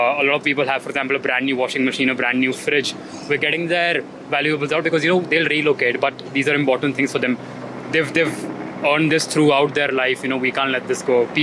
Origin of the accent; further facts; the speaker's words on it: Delhi, India; We're from Delhi, and we landed just yesterday.